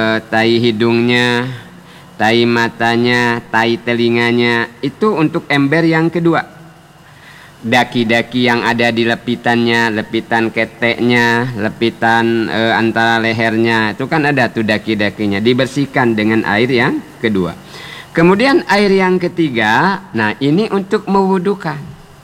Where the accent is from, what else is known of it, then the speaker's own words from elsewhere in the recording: Bangka Belitung Islands, Indonesia; Kalau kata kita orang Bangka, bedarup.